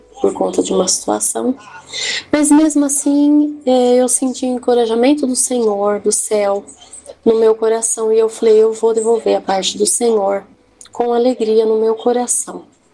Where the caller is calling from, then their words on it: Lençóis Paulista, São Paulo, Brazil; sou de Lençóis Paulista, interior de São Paulo.